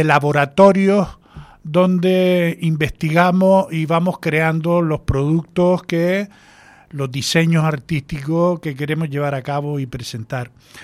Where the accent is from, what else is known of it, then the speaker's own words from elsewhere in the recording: Canary Islands, Spain; somos personas humanas, canarios, canarias